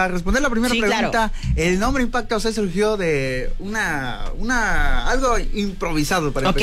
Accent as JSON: {"language": "Spanish", "town": "Cacalutla", "region": "Guerrero", "country": "Mexico", "said": "porque venimos de Cacalutla."}